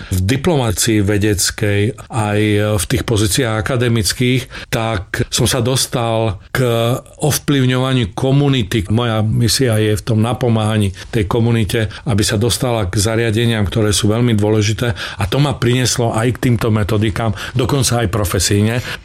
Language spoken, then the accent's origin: Slovak; Čemerné, Prešov Region, Slovakia; also born or lived in Bardejov; Ja som sa narodil v Bardejove a potom sme sa presťahovali do Čemerného, pretože otec bol lekár a zaviedlo tam misia lekára.